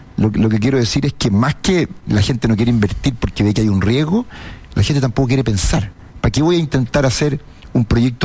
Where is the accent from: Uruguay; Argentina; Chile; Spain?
Chile; Mira, Gonzalo, yo creo que como chilenos nosotros estamos obligados a replantearnos.